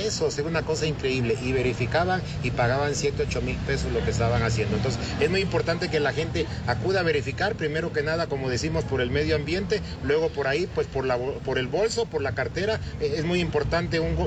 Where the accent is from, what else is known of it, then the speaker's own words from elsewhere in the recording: Mexico; como todo mexicano, nos esperamos a los días últimos